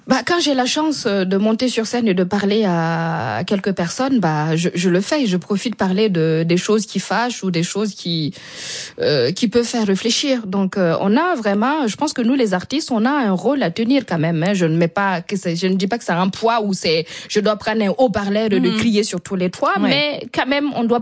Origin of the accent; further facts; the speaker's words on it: Burkina Faso; lui il s'est déplacé chez nous au Burkina. Donc vous savez en fait on a ce respect là chez nous les Burkinabés